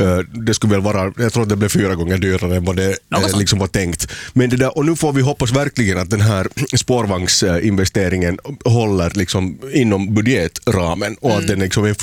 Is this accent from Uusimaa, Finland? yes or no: yes; Helsinki, Uusimaa, Finland; now in Turku, Finland; Så att jag kommer ju från en stad som, alltså jag är uppvuxen i Helsingfors, och där jag tycker mycket om spårvagnarna där